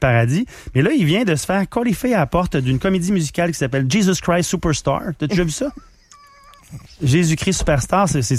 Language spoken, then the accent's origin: French; Quebec, Canada; moi, je suis Canadien, je suis Québécois, là.